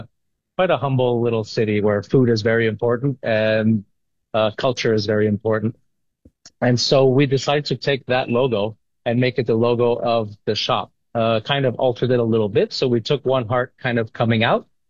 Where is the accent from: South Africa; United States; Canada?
Canada; Montreal, Quebec; moved away; the logo of Montreal, so my hometown